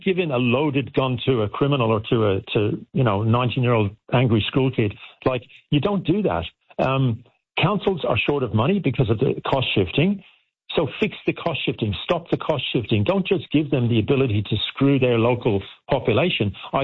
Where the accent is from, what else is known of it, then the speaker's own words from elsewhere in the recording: Ireland; unless you're like an absolute alcoholic, and I'm Irish, even I didn't fill it.